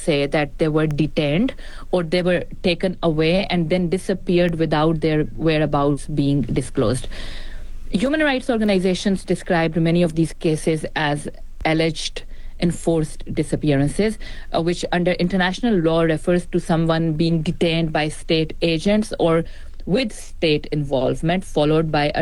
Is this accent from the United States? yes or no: no; Pakistan; I am a Pakistani national, but I work with the BBC, and it has always been very difficult for me to travel to Balochistan and work there.